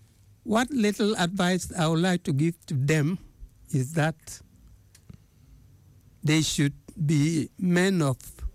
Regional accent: Jirapa, Upper West, Ghana; also born or lived in Wa; my hometown, Jirapa.

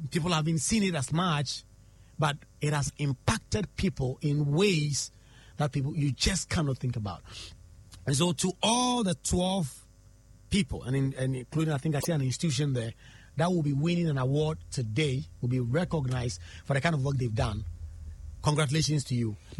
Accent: Nangese, Eastern Region, Ghana; I grew up in Nangese. It's a community around Suhum and Koforidua. In fact, it's in the middle of Suhum and Koforidua.

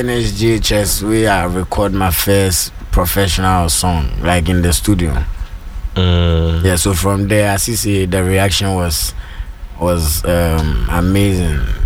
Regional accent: Ashaiman, Greater Accra, Ghana; I grew up in Ashaiman.

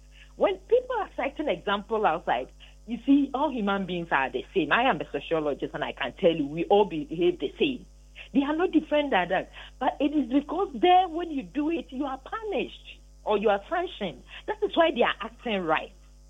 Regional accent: Ghana; I remember growing up in Amekum

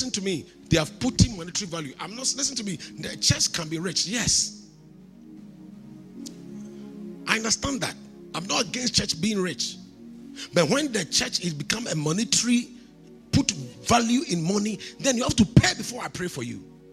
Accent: Kumasi, Ashanti, Ghana; I come from Kumasi.

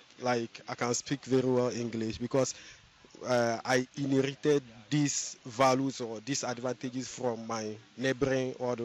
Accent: Tinjasi, Savanes, Togo; I'm from Togo. Precisely in Tinjasi, it's a border town between Ghana and Togo.

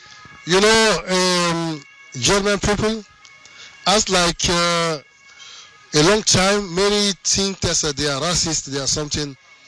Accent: Togo; I can understand it, speak it a little bit, but I'm from Togo.

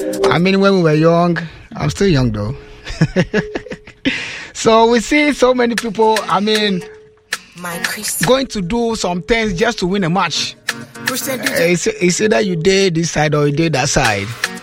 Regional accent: Mexico; I'm from Mexico. I'm from Mexico, man.

